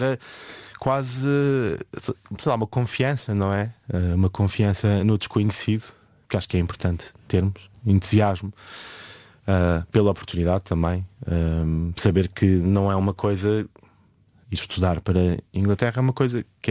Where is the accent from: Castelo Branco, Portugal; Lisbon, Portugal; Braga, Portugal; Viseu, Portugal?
Lisbon, Portugal; eu cresci em Lisboa, mas não cresci mesmo no centro de Lisboa.